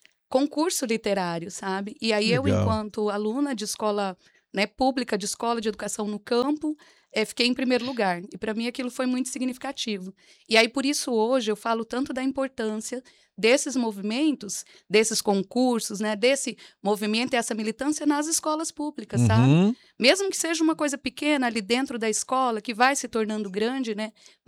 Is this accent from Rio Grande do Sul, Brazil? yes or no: no; Capão Bonito, São Paulo, Brazil; Foi onde eu cresci.